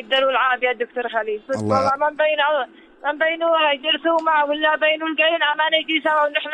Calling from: Sanaa, Amanat Al Asimah, Yemen; من صنعاء، من هنا من سوق علي محسن.

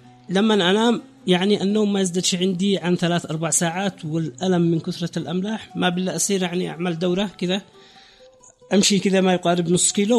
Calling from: Raymah, Yemen

